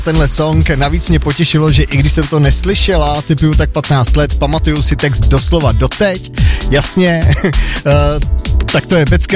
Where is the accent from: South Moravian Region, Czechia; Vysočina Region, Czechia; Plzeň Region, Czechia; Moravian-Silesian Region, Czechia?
Plzeň Region, Czechia; Plzeň; Já jsem Plzeňák, u nás byl v mý době divoký západ a stejně … jsme jako měli rádi.